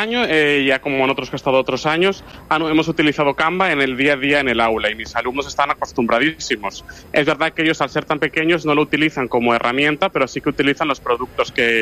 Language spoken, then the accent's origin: Spanish; Cacabelos, Castile and León, Spain; moved away as an adult; now in Zamora, Spain; Este curso estoy en Villa del Pando, en Zamora, pero bueno, ya lo puedo decir, mando destino definitivo el curso que viene en Cacabelos, que es mi pueblo.